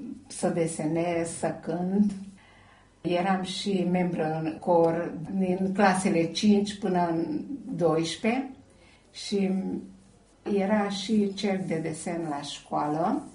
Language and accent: Romanian; Gyula, Békés, Hungary; also born or lived in Méhkerék; Și după aia ne-am mutat la Giulă și aici am petrecut majoritatea anilor. Și copilăria și școlile le-am făcut aici, în orașul Giulă.